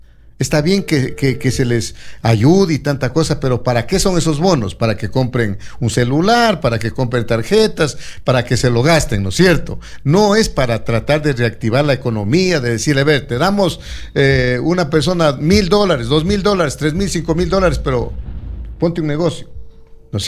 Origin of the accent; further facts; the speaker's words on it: Loja, Ecuador; como ecuatorianos, como lojanos